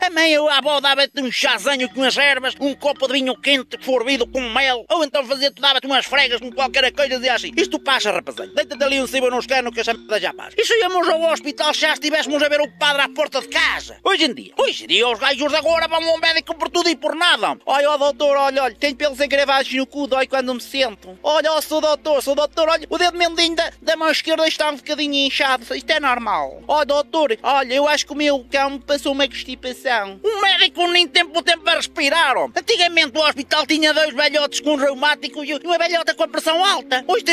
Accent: Trás-os-Montes, Portugal; já tenho idade para ter juízo e venho de Valdafife, ali do Nordeste Transmontano.

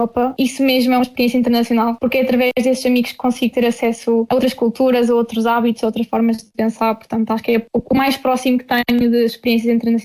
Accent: Pombal, Leiria, Portugal; moved away as an adult; also born or lived in Coimbra / Minho; now in Luxembourg; tenho 23 anos e sou natural de Pombal, Leiria.

